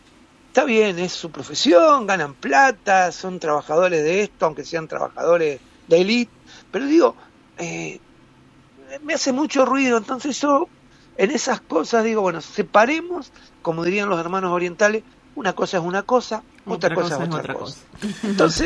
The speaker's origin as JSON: {"language": "Spanish", "country": "Argentina"}